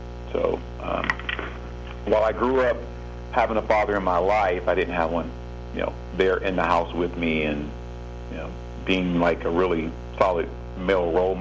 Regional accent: Los Angeles, California, United States; Los Angeles, South Central Los Angeles, California

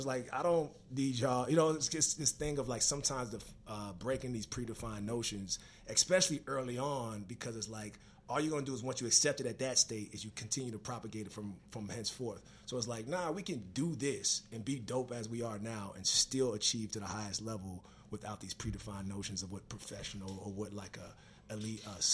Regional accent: Pine Bluff, Arkansas, United States; because I was from Pine Bluff and I moved like folks in the bluffs when I came there and I wore the clothes that I wore and I spoke to how I spoke

